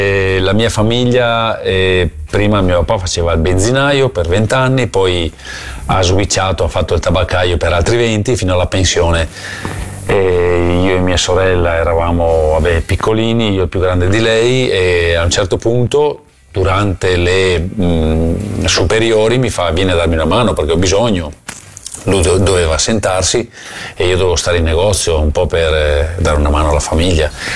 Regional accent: Selvazzano Dentro, Veneto, Italy; moved away; del mio paese, lo nomino perché mi emoziona, Caselle di Selvazzano

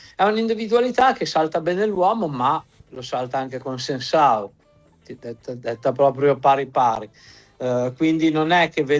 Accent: Piedmont, Italy; perché siamo piemontesi, quindi ci sta che facciamo una bella torta di porri.

